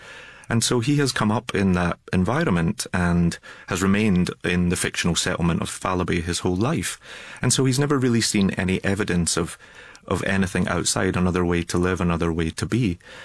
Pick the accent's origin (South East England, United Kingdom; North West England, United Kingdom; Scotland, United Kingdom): Scotland, United Kingdom; Glasgow; I mean, I am a Scotsman who grew up in Glasgow, but I had never been to the Outer Hebrides before.